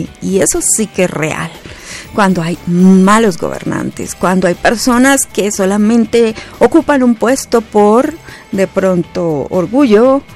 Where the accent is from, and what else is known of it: Colombia